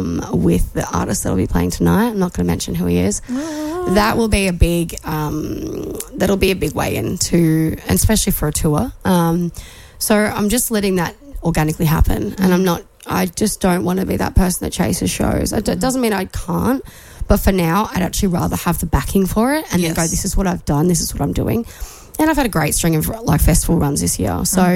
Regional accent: Australia; no, I'm actually Australian.

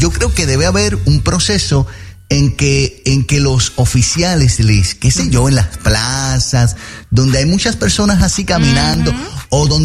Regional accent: Puerto Rico; Y hablo de Puerto Rico porque es mi país.

